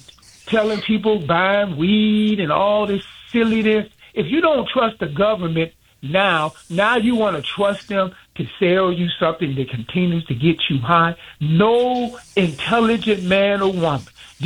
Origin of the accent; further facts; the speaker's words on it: Chicago, Illinois, United States; When I grew up in the Chatham area, you have black liquor stores and black taverns.